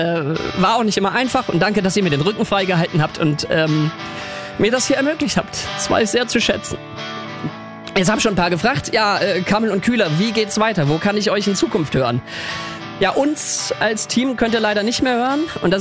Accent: Rhineland-Palatinate, Germany; moved away; ich komme ja aus Rheinland-Pfalz

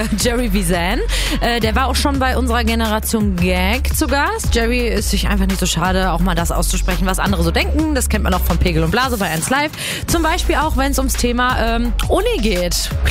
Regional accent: Oberhausen, North Rhine-Westphalia, Germany; born there; Ich als gebürtige Oberhausenerin kann dir sagen, sonst ist Oberhausen, also 4646, eigentlich auch ziemlich tot.

